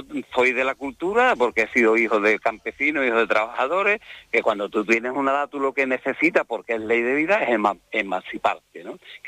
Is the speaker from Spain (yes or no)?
yes; Andalusia, Spain; accent: Andalusian; Yo soy andaluz, hablo malamente, pero no es que hable malamente, es que hablo andaluz, porque soy andaluz